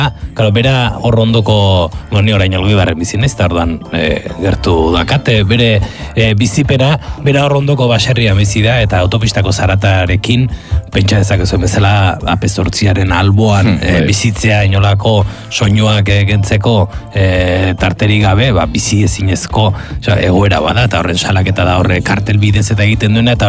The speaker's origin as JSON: {"language": "Basque", "town": "Idiazabal", "region": "Basque Country", "country": "Spain", "said": "nire Idiazabaldarra naiz"}